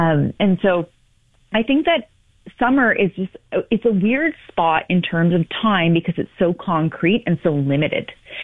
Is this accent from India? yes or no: no; London, Ontario, Canada; now in Toronto, Canada; I'm from London, Ontario, and I live downtown Toronto now.